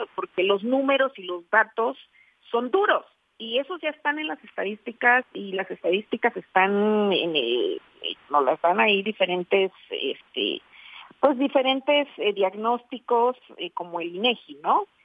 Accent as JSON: {"language": "Spanish", "country": "Mexico"}